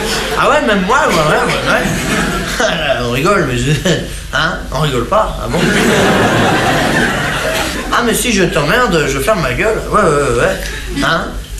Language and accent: French; France; Les français c'est des cons, ouais, bah, je suis bien blasé, hein, je suis français.